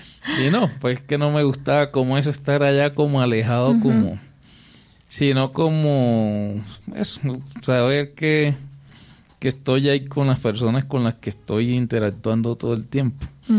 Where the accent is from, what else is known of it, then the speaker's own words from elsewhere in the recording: Arjona, Bolívar, Colombia; pues yo soy de Arjona a Bolívar, yo iba desplazándome de Arjona hacia Cartagena para la universidad